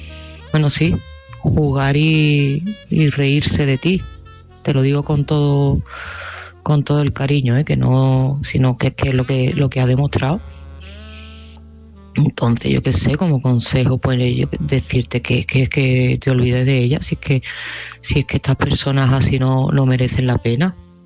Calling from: Seville, Andalusia, Spain; de Sevilla y este mensaje va para Paca.

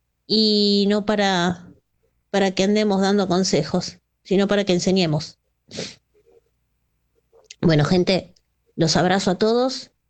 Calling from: Buenos Aires, Argentina; de Caballito

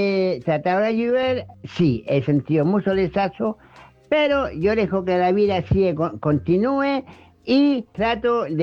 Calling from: Chile; Desde Chile

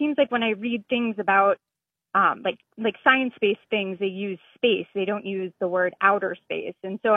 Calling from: Madison, Wisconsin, United States; I'm calling from Madison, Wisconsin.

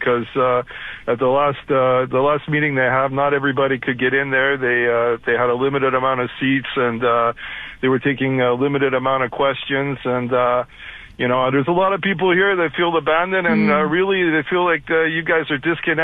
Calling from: Montreal, Quebec, Canada; I'm calling out from the West Island here

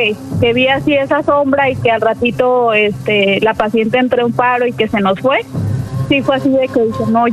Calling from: Guadalajara, Jalisco, Mexico; Soy de Guadalajara

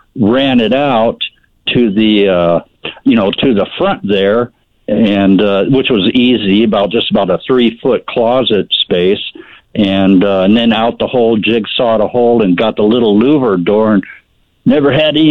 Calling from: Boise, Idaho, United States; I was in my house here in Boise for 26 years

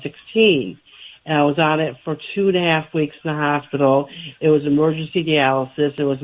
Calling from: Pontiac, Michigan, United States; I'm from Pontiac. I've called you before.

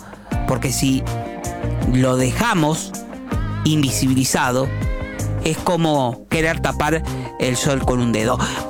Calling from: Chaco, Argentina; soy de provincia de Chaco, estoy escuchando este programa, trabajo de sereno

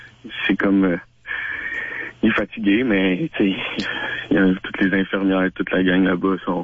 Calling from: Terrebonne, Quebec, Canada; moi, je suis à Terrebonne, là, ça arrive nord.

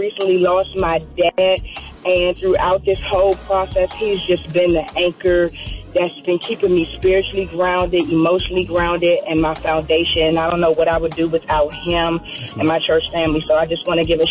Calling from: Washington, District of Columbia, United States; I'm calling from Washington, D.C., and I want to shout out my husband

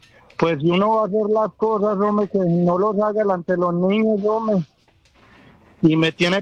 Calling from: Gómez Plata, Antioquia, Colombia; Yo soy de acá de Gómez Plata, Antioquia.

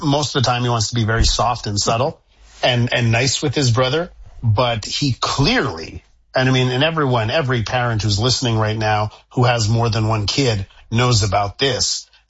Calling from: Quebec, Canada

